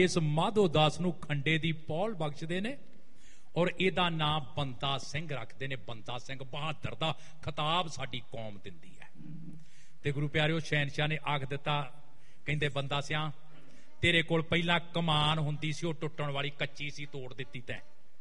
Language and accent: Punjabi; Biharipur, Punjab, India; ਦਾਸ ਦਾ ਆਪਣਾ ਨਗਰ ਦੁਆਬੇ ਦੇ ਵਿੱਚ ਹੈ ਜ਼ਿਲ੍ਹਾ ਕਪੂਰਥਲਾ … ਮੇਰਾ ਪਿੰਡ ਬਿਹਾਰੀਪੁਰ ਹੈ ਜੀ ਕਪੂਰਥਲੇ ਲਾਗੇ